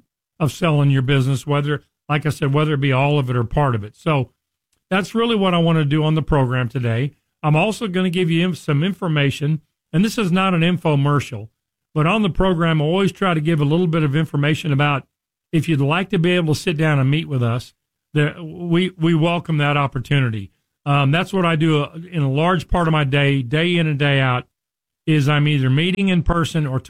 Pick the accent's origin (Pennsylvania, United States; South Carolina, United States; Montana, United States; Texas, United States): Texas, United States; Richardson; you know, I grew up here in North Texas. I grew up in Richardson.